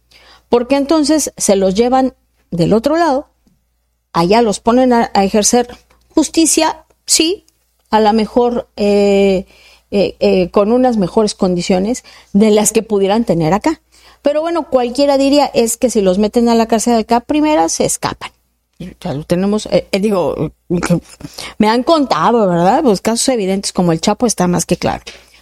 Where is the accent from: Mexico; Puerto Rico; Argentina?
Mexico; Entonces, como mexicana sí me gustaría a mí personalmente decir